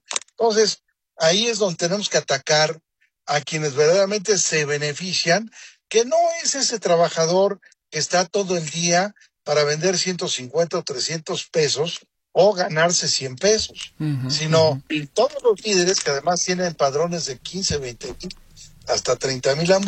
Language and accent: Spanish; Mexico; somos muy mexicanos y muy patriotas.